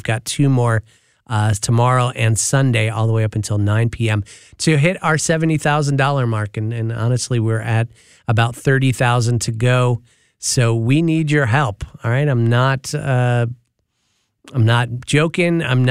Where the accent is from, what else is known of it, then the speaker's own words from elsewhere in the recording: Buffalo, New York, United States; moved away; growing up in Buffalo.